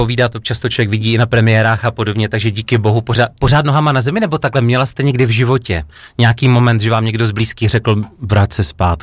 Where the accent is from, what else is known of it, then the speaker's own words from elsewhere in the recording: Opava, Moravian-Silesian Region, Czechia; v mém rodném městě Opavě